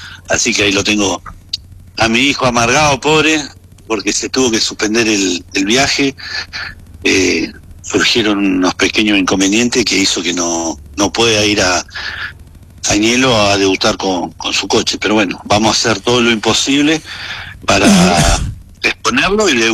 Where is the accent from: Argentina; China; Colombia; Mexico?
Argentina; Junín; A mí lo que me importa es que quede bien visto mi pueblo.